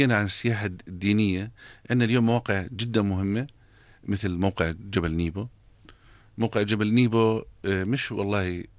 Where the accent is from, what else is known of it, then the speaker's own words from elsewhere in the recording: Jordan; إحنا عندنا تاريخ سيدنا موسى له تاريخ طويل في الأردن